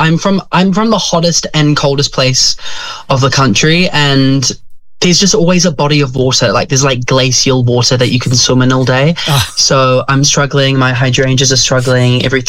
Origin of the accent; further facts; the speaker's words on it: New Zealand; moved away; people think I'm from Australia, but I'm actually from little old New Zealand, and I come from like a very alpine place, so it's actually, it tends to be quite cool.